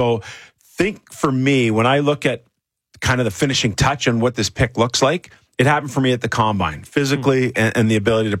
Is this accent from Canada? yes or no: yes; Toronto, Ontario, Canada; You know, I grew up in Toronto.